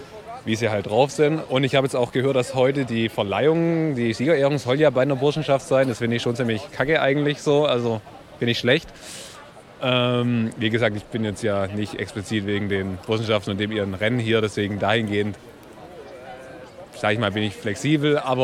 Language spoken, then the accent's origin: German; Stuttgart, Baden-Württemberg, Germany; Ich komme aus Stuttgart, bin da Student in Stuttgart.